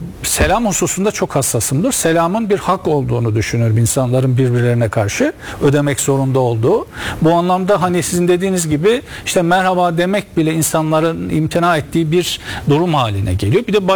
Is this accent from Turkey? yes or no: yes; Rize, Turkey; Yani ben hocam söyledi, köyde büyüdüm ben. 13 yaşıma kadar köyde yaşadım.